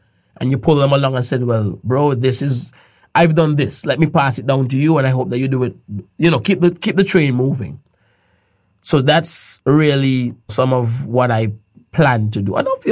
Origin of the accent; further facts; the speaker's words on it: Montserrat; I always like to think that even though I wasn't born in Montserrat, I grew up in Montserrat to Montserrat Session parents.